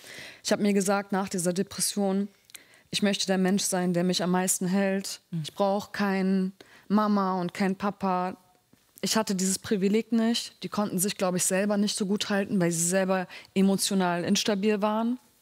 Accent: Berlin, Germany; Also ich komme aus Berlin-Morbid. Das war mal sehr laut, sehr viele Türken, sehr viele Araber im Haus.

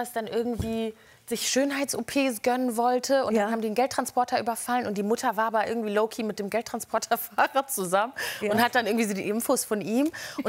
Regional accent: Neukirchen-Vluyn, North Rhine-Westphalia, Germany; Ich aus Neukirchen-Flühen.

